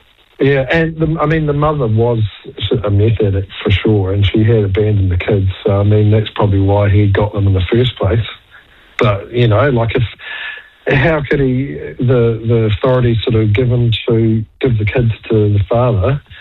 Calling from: Te Kuiti, Waikato, New Zealand; I'm from Te Kauri and spent time out on the coast there.

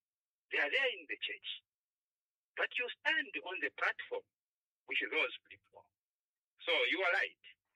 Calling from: Chiranga, Zambia; I'm calling from Chiranga.

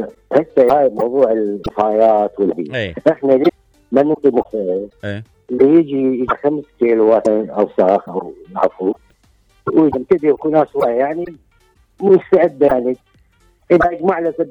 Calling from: Cairo, Cairo Governorate, Egypt; من القاهره.

